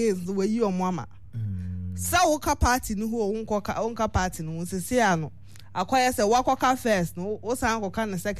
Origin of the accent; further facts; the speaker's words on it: South Africa; Because, oh, as a South African artist, over here